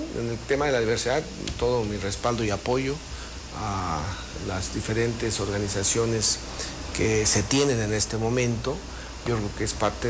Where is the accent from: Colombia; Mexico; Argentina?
Mexico; Michoacán; somos michoacanos y mexicanos.